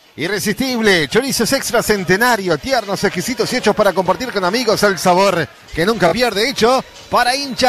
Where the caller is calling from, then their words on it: Ciudad de la Costa, Canelones, Uruguay; Y la ciudad de la costa, obviamente.